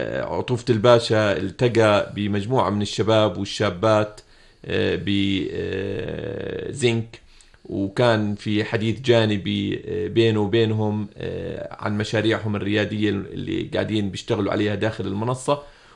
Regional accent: Jordan; لأنه إحنا كأردنيين عندنا دائما مشاعر مميزة تجاه الجيش

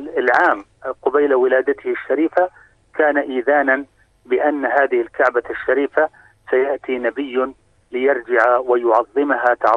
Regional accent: Jordan; نحن كأردنيين

